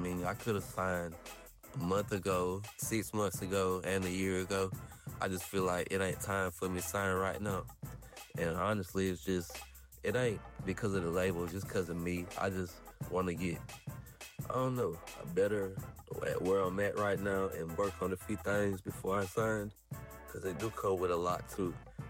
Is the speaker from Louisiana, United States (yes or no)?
no; South Carolina, United States; But I say that played a big part in just my environment coming up, growing up in South Carolina with no help, really.